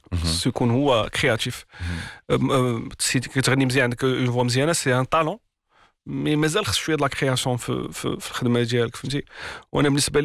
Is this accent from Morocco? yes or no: yes; Morocco; ما نساوش اننا احنا مغاربه وعندنا واحد الثقافه